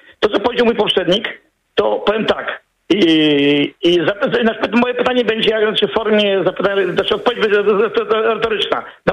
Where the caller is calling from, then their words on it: Wrocław, Lower Silesian Voivodeship, Poland; bo mam swoje lata po prostu, ja mieszkam w Wrocławiu